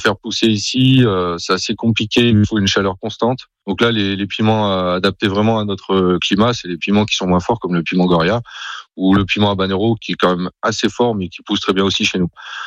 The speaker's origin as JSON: {"language": "French", "region": "Auvergne-Rhône-Alpes", "country": "France", "tie": "born there", "said": "Quand je suis attaché à l'Ardèche, je suis né ici en Ardèche."}